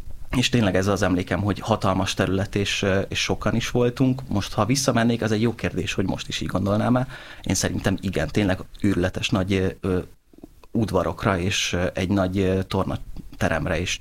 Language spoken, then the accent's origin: Hungarian; Siófok, Somogy, Hungary; siófoki vagyok összességében. Sziklak felső nőttem föl, az volt, ott töltöttem az első 14 évem egy gyerekként, de Siófokra jártam általános iskolába